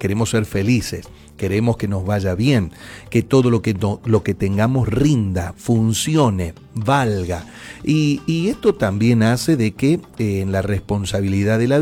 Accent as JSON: {"language": "Spanish", "country": "Argentina"}